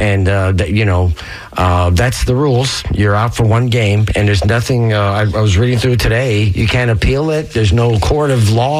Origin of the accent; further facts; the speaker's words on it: Tampa, Florida, United States; growing up in Florida or Tampa, whatever, you know, football's always been king here